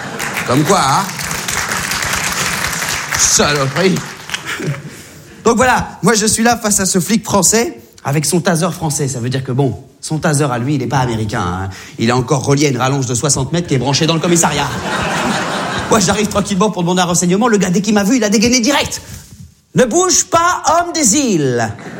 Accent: Réunion, France; Ils sont vraiment à la cool, les flics chez nous. Attention, ça, c'est les flics de La Réunion.

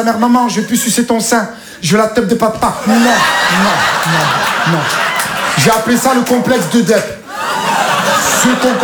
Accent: Marseille, Provence-Alpes-Côte d'Azur, France

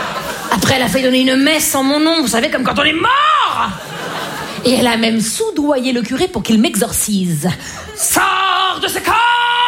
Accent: Liffol-le-Grand, Grand Est, France; C'est dans l'Est, en Lorraine. Et moi, je viens de Liffol-le-Grand, vous voyez. C'est à côté de Liffol-le-Petit

